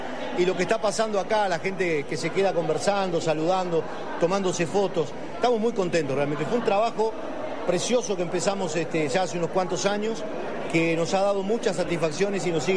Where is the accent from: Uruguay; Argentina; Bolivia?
Uruguay; Rosario, Colonia; Teníamos muchas ganas de hacerla en Rosario, porque yo soy de Rosario